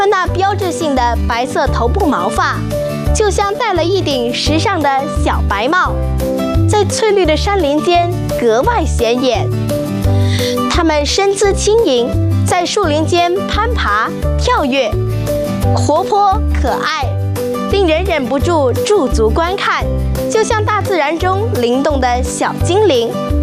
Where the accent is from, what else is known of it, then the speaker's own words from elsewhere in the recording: Chongzuo, Guangxi, China; 我是来自广西崇左的一名学生